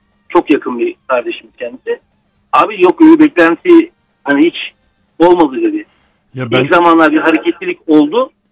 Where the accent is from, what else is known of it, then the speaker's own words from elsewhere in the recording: Ankara, Turkey; Bir Ankaralı olarak ve bir Beşiktaş taraftarı olarak